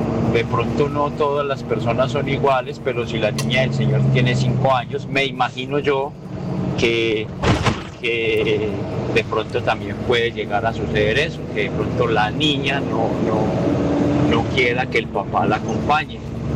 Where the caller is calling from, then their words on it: Barranquilla, Atlántico, Colombia; Le hablo desde Barranquilla.